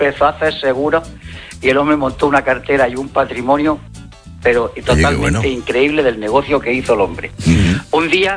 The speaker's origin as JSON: {"language": "Spanish", "town": "Almería", "region": "Andalusia", "country": "Spain", "lives_now": "Málaga, Spain", "said": "Yo soy de Almería, aunque ahora vivo en Málaga."}